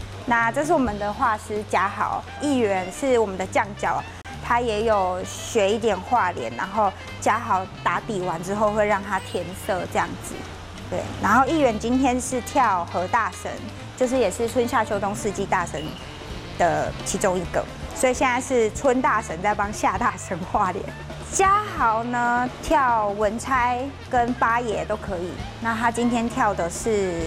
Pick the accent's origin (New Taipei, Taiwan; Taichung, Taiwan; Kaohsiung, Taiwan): Kaohsiung, Taiwan; Fengshan; 台湾史的教授就鼓励我做我家乡的。就是凤山城隍庙跟他家将团的一些田野调查，